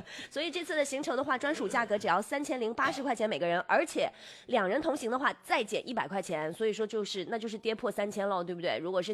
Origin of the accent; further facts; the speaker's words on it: Inner Mongolia, China; now in Nanchang, China; 我的家乡内蒙古